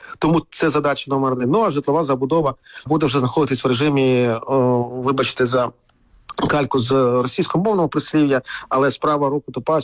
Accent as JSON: {"language": "Ukrainian", "town": "Kharkiv", "region": "Kharkiv Oblast", "country": "Ukraine", "tie": "born or raised there"}